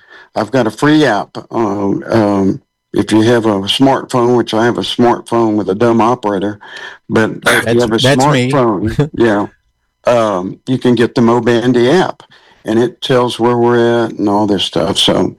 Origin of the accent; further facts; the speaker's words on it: Texas, United States; But I was from Texas, of course, lived in Texas.